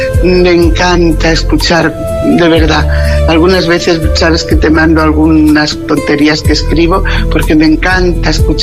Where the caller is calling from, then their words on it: Mojácar, Andalusia, Spain; de Mojácar.